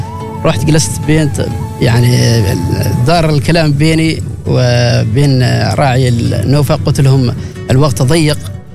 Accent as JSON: {"language": "Arabic", "country": "Oman", "said": "صار نحن كعمانيين البيت الثالث، يعتبر البيت الاول هو بيتك، البيت الثاني هو العمل، البيت الثالث يعتبر ركن القهوه."}